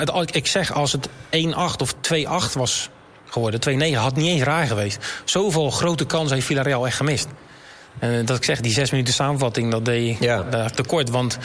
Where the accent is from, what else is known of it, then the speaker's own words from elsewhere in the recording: Netherlands; genoten wij als Nederlander.